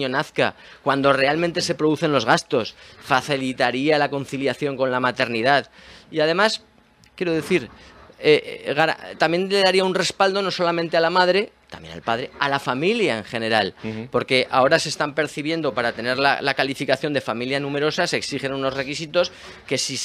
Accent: Aragon, Spain; Yo sí que puedo decir lo que tengo 16 apellidos aragoneses, no 8 apellidos vascos. Y cuando veo que mi tierra, pues hombre, me gustaría que nacieran muchos aragonesitos

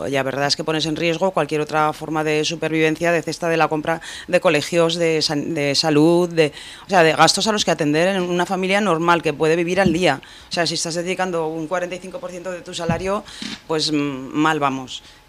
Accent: Borja, Aragon, Spain; A ver, en Borja, ya que vengo de Borja y lo digo, hay un dicho

